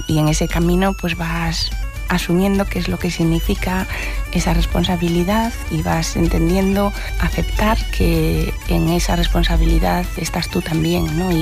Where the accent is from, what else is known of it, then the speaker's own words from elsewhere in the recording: Ourense, Galicia, Spain; me formé como músico clásico y además como gaiteira, porque soy de Ourense y nací en esa generación en la que o jugabas al fútbol